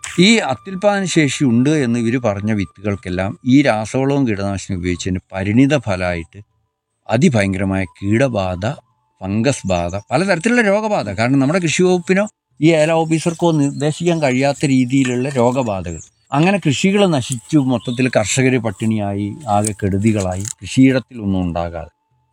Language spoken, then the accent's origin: Malayalam; Wayanad, Kerala, India; moved away; 30 വർഷം ഞാൻ വയനാട്ടിൽ നിന്നാണ് ഇങ്ങോട്ട് വരുന്നത്. വയനാട്ടിൽ ഞങ്ങൾ വലിയൊരു ഫാമിലി ആയിരുന്നു.